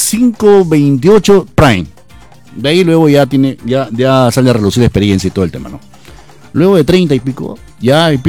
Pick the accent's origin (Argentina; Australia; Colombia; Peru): Peru; Somos peruanos, ¿no?